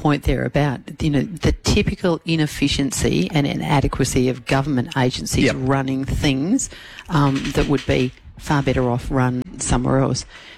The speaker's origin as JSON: {"language": "English", "town": "Renmark", "region": "South Australia", "country": "Australia", "tie": "born or raised there", "said": "my hometown in Renmark."}